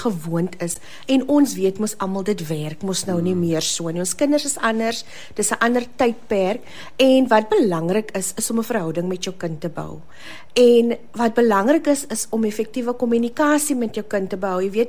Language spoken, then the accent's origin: Afrikaans; Kuils River, Western Cape, South Africa; Ja, ek is van die Kaap. Ek is van Kuilsrivier. Ek bly in Kuilsrivier.